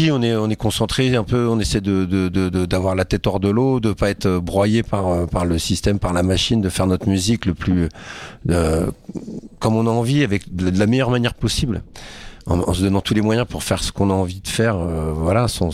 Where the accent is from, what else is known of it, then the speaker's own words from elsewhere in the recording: France; On est français